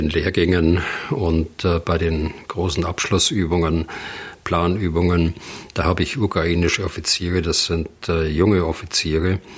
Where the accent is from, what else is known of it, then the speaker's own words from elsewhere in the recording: West Germany, Germany; bei uns in Westdeutschland, wo ich groß geworden bin, da hat es auch lange gebraucht